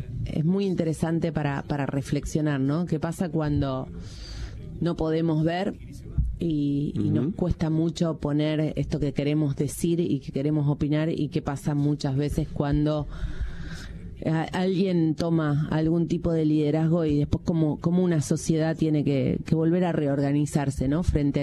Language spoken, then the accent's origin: Spanish; Santa Fe, Argentina